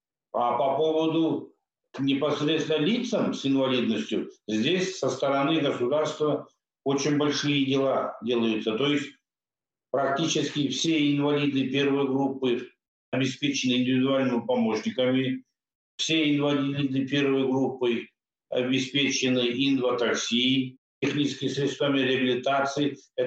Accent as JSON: {"language": "Russian", "country": "Kazakhstan"}